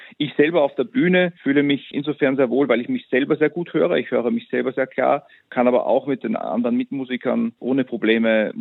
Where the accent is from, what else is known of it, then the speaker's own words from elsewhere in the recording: Vienna area, Austria; auch in meiner Heimat rund um Wien gibt es das wunderbare Festival Grafeneck